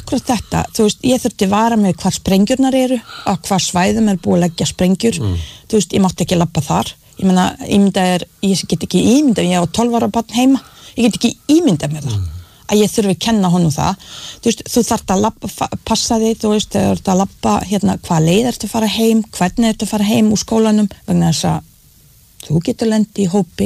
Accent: Bosnia & Herzegovina; næsta borg við hliðina mínum heimabæ þar sem voru hryllingssögur

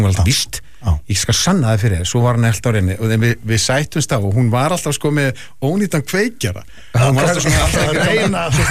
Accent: Reykjavík, Capital Region, Iceland; Já, já. Í Laugardalnum.

